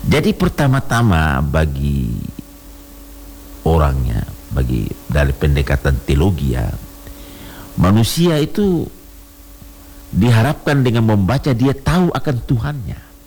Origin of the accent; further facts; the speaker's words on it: Ternate, North Maluku, Indonesia; saya juga sebagai orang Ternate